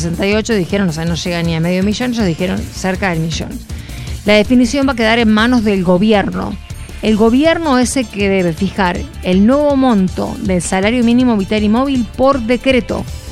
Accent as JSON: {"language": "Spanish", "country": "Argentina"}